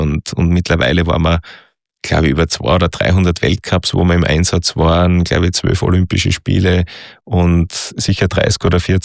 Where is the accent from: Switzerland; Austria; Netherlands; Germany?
Austria